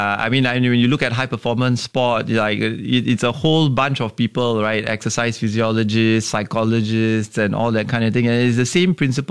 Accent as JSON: {"language": "English", "country": "Singapore"}